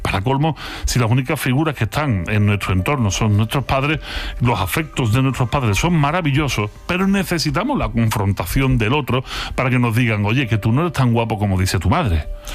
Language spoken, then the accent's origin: Spanish; Andalusia, Spain; pues este es cascarón de huevo, que decíamos cuando éramos chicos aquí en Andalucía.